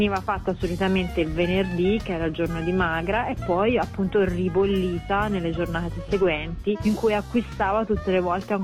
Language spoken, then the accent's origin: Italian; Siena, Tuscany, Italy; poi io dico la variante senese, che è quella lì con cui sono cresciuta